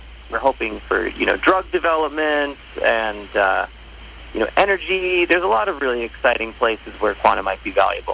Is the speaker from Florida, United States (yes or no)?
no; New York, United States; moved away as an adult; also born or lived in Madison